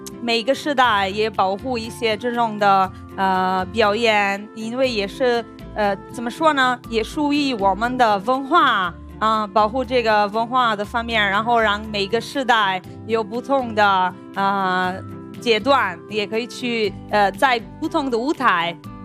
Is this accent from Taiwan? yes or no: no; Siena, Tuscany, Italy; Chinese is a second language; now in China; 我的老家谢纳，在意大利那边